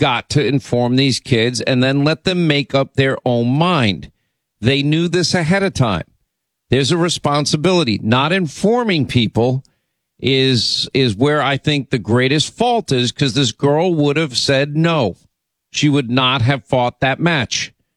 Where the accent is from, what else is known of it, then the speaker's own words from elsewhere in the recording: Philadelphia, Pennsylvania, United States; accent: New York; I grew up in Philly, but I talk like a New Yorker.